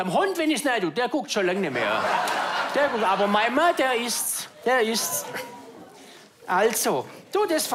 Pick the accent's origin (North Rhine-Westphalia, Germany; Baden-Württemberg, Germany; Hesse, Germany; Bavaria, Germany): Baden-Württemberg, Germany; Bei uns im Schwabenland nicht? Geht nichts